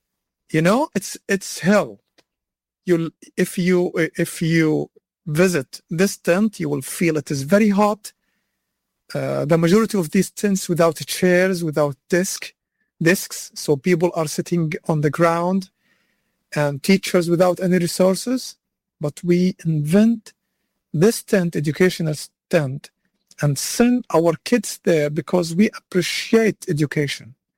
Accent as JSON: {"language": "English", "region": "Gaza Strip", "country": "Palestine"}